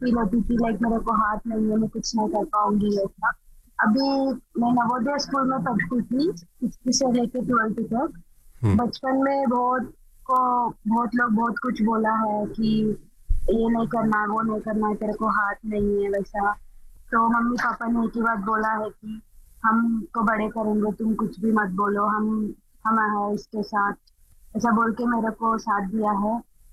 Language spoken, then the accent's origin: Hindi; Andhra Pradesh, India; मैं आंध्र प्रदेश से हूँ